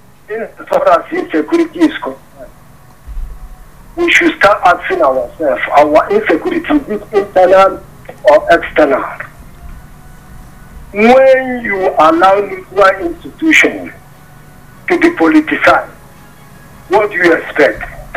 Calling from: Nigeria; as a Nigerian

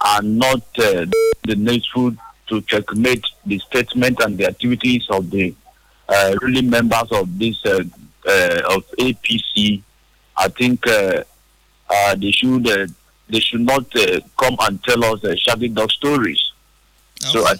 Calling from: Port Harcourt, Rivers, Nigeria; I'm calling you from Port Harcourt.

